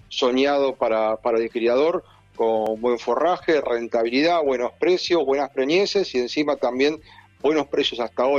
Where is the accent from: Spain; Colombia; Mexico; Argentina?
Argentina; Rosario, Santa Fe; Yo soy santafesino, Caro, así que sí, probé alfajores santafesinos. Soy bien. Rosarino, de hecho.